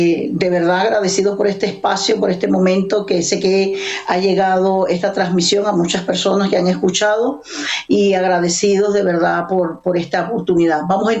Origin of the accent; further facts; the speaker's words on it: Venezuela; como ciudadanos, como venezolanos.